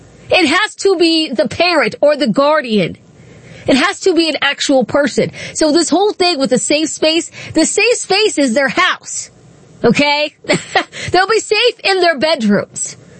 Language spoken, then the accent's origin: English; Accokeek, Maryland, United States; I grew up in Accokeek, Maryland. That's where we were.